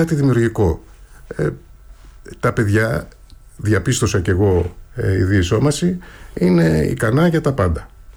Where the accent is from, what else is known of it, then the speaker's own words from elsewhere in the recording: Athens, Attica, Greece; εγώ που μεγάλωσα στην Αθήνα, έχω καταγωγή από τα Χανιά αλλά μεγάλωσα στην Αθήνα